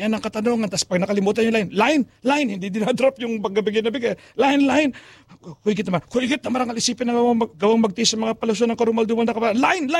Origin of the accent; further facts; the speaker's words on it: Central Luzon, Philippines; kung ano man ang probinsya mo, ako taga-Tarlac ako, nagkakapangbangan ako, nag-Ilocano ako.